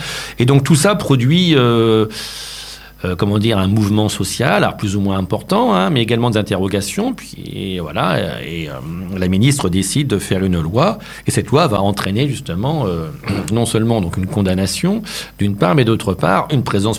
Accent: Grand Est, France; nous dans la Marne

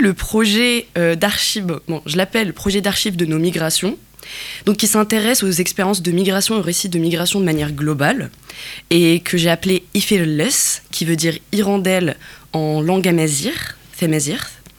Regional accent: Kabylie, Algeria; born or raised there; moved away as an adult; now in France

